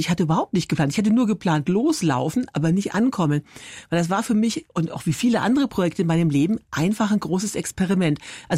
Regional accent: Forchheim, Bavaria, Germany; Also ich komme ja aus Forchheim, Oberfranken.

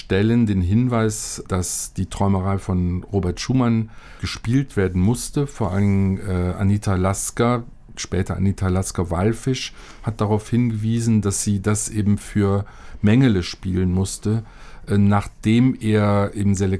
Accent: Cologne, North Rhine-Westphalia, Germany; now in Bayreuth, Germany; Aber tatsächlich bin ich Kölner, auch wenn Bayreuth meine zweite Heimat geworden ist.

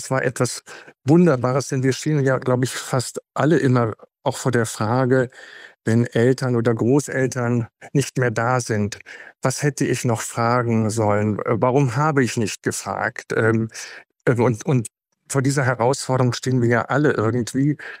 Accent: Germany; die uns als Deutsche mit den unseren Nachbarn in dem östlichen Europa verbinden

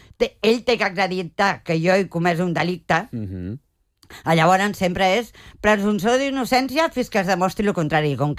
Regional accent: Barcelona, Catalonia, Spain; jo soc de Barcelona

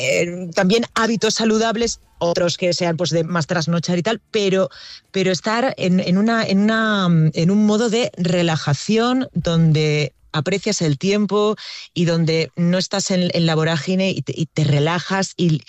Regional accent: La Vall d'Uixó, Valencian Community, Spain; Yo soy de Baiduxó, que es un pueblo que está rodeado de montañas y que tiene el mar muy, muy, muy, muy cerquita.

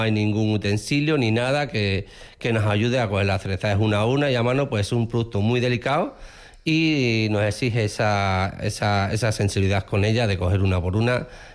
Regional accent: Extremadura, Spain

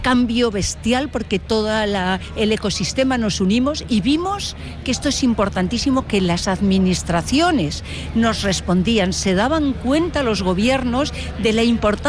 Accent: Spain

